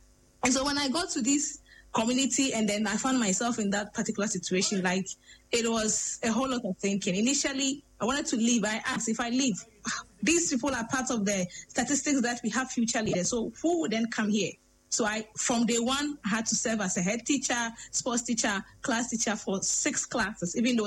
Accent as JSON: {"language": "English", "town": "Obuasi", "region": "Ashanti", "country": "Ghana", "tie": "born or raised there", "also_born_or_lived": "Upper West Region", "said": "I grew up in Obuasi before I finally came to my hometown, Upper West."}